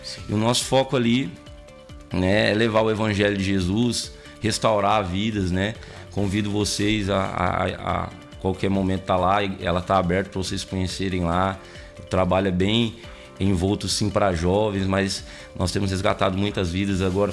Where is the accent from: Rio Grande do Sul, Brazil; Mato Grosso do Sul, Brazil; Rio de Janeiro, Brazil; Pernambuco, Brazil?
Mato Grosso do Sul, Brazil; Três Lagoas; Eu sou aqui de Três Lagoas mesmo, sou Três Lagoense.